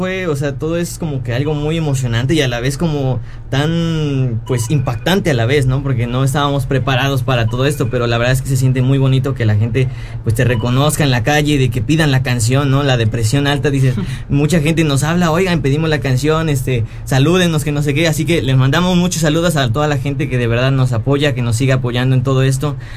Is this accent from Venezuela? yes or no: no; Mexico; lo que nos representa como mexicanos